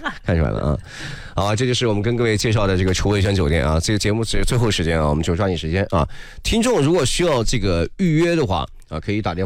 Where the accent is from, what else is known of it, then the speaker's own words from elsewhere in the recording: Ningguo, Anhui, China; moved away; 我们老家是宁国，宣城宁国那边的